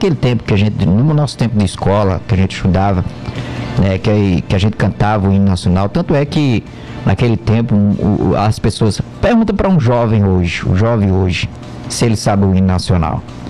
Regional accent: Brazil; nós somos brasileiros

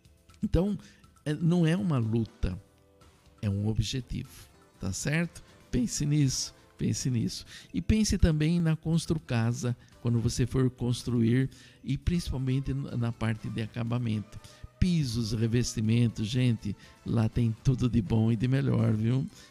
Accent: São Manuel, São Paulo, Brazil; born there; E eu nasci em São Manuel, né?

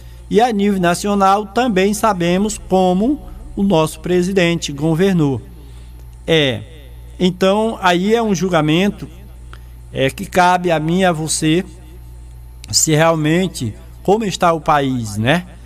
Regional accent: Brazil; nós, como brasileiros

